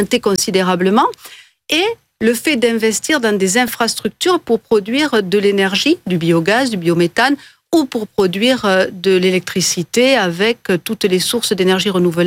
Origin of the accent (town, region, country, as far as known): Pyrenees, France